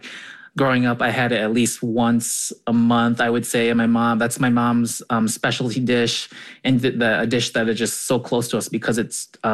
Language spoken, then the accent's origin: English; Wisconsin, United States; I was raised in Wisconsin in the Midwest most of my life.